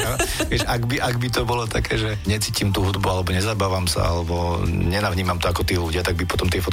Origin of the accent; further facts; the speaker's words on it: Humenné, Prešov Region, Slovakia; Pred tými 22 rokmi som začínal v humenskom klube, kde odkiaľ pochádzam